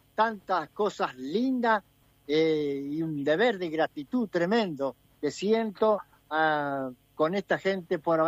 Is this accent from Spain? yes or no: no; Entre Ríos, Argentina; soy argentino, soy entrerriano.